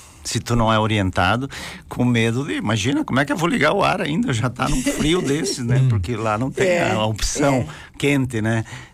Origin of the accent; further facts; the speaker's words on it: Rio Grande do Sul, Brazil; Esse é o nosso frio gaúcho aqui